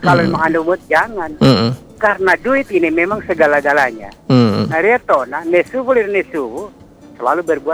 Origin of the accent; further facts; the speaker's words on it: Palu, Central Sulawesi, Indonesia; saya lahir di Indonesia, besar di Haji Hayun, Besusu Barat